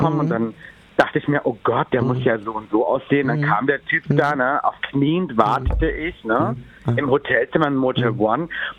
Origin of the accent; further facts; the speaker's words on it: Bavaria, Germany; Ich komme ja aus Bayern